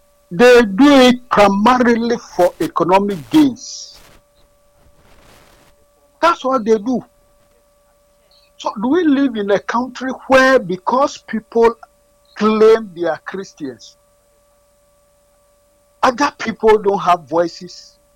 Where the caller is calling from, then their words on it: Accra, Greater Accra, Ghana; calling from Accra.